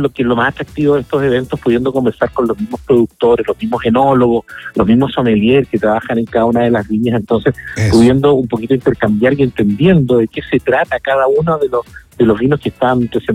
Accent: Chile

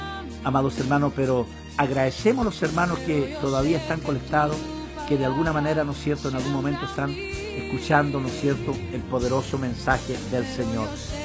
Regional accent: Chile

